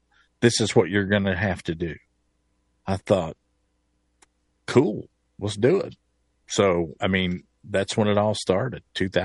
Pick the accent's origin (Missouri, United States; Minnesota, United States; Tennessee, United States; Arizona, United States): Tennessee, United States; Bristol; Yeah, well, I grew up in Bristol, Tennessee.